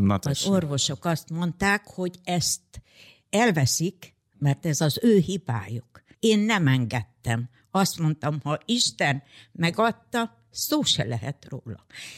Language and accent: Hungarian; Zakarpattia Oblast, Ukraine; moved away as an adult; now in Debrecen, Hungary; Férjem odavalósi, ott született, én is onnan származok.